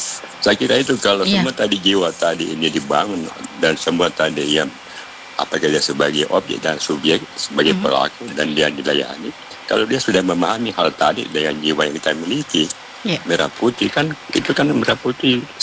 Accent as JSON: {"language": "Indonesian", "region": "South Sulawesi", "country": "Indonesia", "said": "apakah betul dia menyewai merah putih atau nilai-nilai yang dian oleh kita sebagai orang Bugis Makassar."}